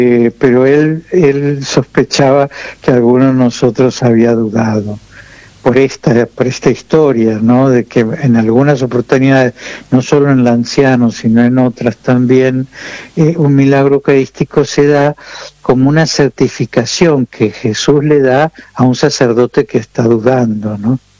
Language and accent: Spanish; Argentina; also born or lived in Toledo, Spain; volví a la Argentina, yo soy argentino, ¿no es cierto?